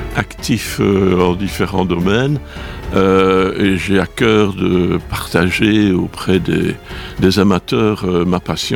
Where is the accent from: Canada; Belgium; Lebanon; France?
Belgium; Huy, Wallonia; born or raised there; now in Theux, Belgium